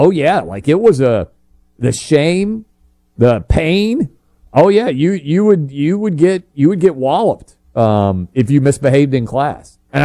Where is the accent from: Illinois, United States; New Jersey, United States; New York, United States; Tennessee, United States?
New York, United States; New York City; This is where growing up in New York City, I would have been very surprised if you still couldn't be paddled in public school classrooms.